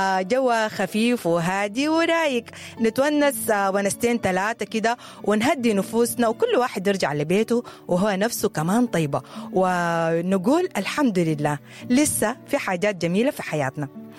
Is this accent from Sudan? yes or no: yes; Sudan; moved away; لما أنا أرجع بلدي السودان أفتح باب بيتي